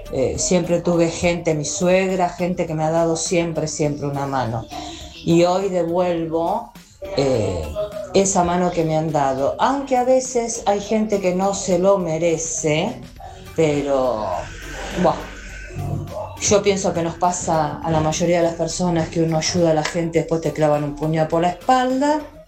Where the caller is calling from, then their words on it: Berazategui, Buenos Aires, Argentina; de Brazate.